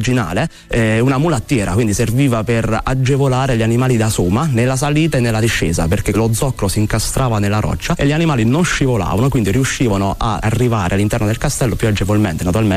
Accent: Roccascalegna, Abruzzo, Italy; Rocca Scalegna, oltre ad essere il mio paese, luogo dove mi piace vivere, dove ho la maggior parte degli amici, degli interessi

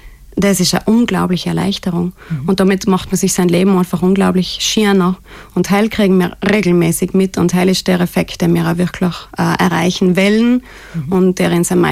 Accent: Trentino-Alto Adige, Italy; now in Austria; Also es ist für mich mein absolutes Herzensanliegen, das in meine Heimat zu bringen. Es war allem schon mein Wunsch, etwas in Südtirol aufzubauen. Jetzt bin ich halt der Liebe wegen und beruflich in Österreich aktuell geblieben.

